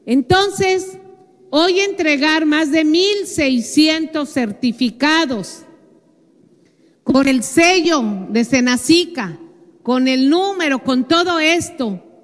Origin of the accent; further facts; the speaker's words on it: Veracruz, Mexico; eso es lo que somos los veracruzanos, que somos gente de trabajo.